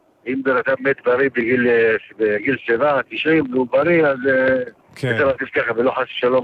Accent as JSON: {"language": "Hebrew", "town": "Tel Aviv", "region": "Tel Aviv District", "country": "Israel", "tie": "born or raised there", "moved": "yes", "lives_now": "Petah Tikva, Israel", "said": "אני גדלתי בתל אביב, אני לא מהדתיים האלו, אני דתי, אבל אני גדלתי בתל אביב"}